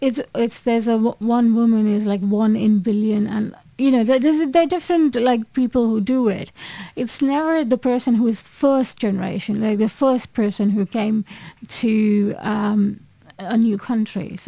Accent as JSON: {"language": "English", "town": "Mumbai", "region": "Maharashtra", "country": "India", "moved": "yes", "lives_now": "London, United Kingdom", "said": "I am from Mumbai, India."}